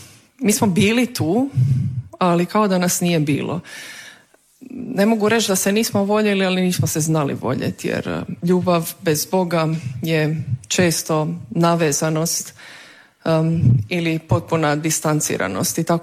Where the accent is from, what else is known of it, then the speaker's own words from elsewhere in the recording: Rijeka, Primorje-Gorski Kotar County, Croatia; born there; Ja sam rođena u Rijeci pred 33 godine. Rođena sam u jednoj tradicionalnoj riječkoj katoličkoj obitelji.